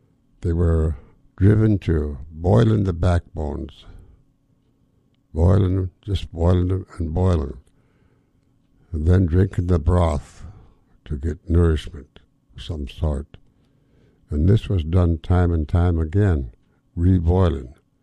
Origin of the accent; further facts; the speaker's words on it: Dry Bay, Alaska, United States; born there; I'm a Tlingit Indian, an Eagle Thunderbird. I was born in Dry Bay, about 65 miles below Yakutat. Yakutat being the nearest post office, of course, I have to say I was born in Yakutat.